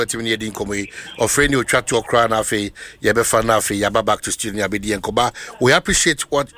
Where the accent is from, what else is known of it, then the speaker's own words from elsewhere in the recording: Netherlands; I'm from Netherlands.